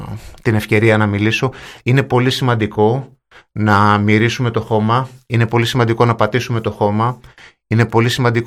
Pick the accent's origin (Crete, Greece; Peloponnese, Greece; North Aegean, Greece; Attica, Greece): Peloponnese, Greece; Mani; Γιατί εμείς ως Μανιάτες δεν είμαστε εξωστρεφείς άνθρωποι.